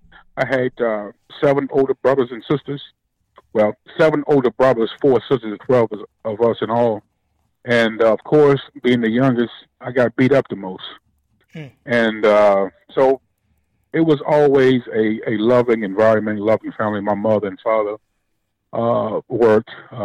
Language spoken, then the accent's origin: English; Aiken, South Carolina, United States; the happiest time of my life is, of course, when I was growing up in Aiken, South Carolina.